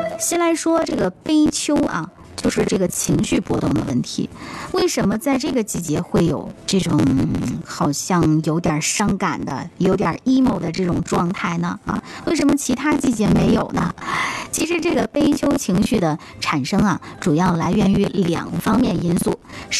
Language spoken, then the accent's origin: Chinese; Guannan, Jiangsu, China; 就用咱们灌南的土话叫燥得慌，